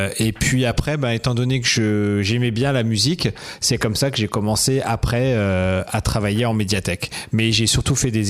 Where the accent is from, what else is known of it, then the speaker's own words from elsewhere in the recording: Forbach, Grand Est, France; Alors moi je suis mosellan d'origine, je suis né à Forbach en Moselle, qui est près de Metz, et j'ai grandi juste à côté, pas très loin de la frontière allemande, en Moselle.